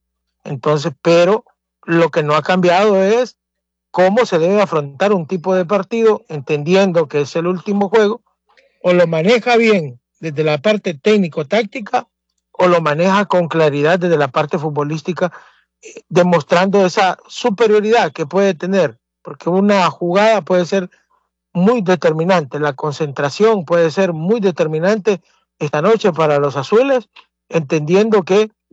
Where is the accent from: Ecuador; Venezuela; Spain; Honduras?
Honduras